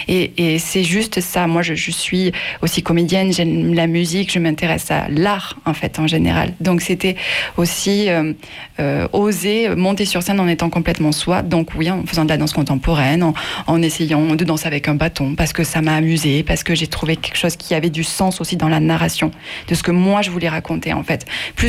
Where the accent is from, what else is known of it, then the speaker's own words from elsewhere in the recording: Occitanie, France; moi, je viens du Larzac, je suis avéronaise, j'ai aucune origine espagnole ni gitane